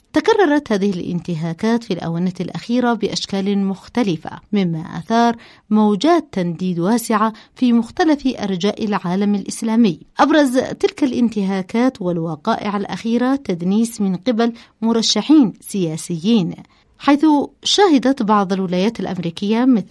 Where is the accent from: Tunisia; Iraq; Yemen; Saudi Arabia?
Yemen; في بلادنا اليمن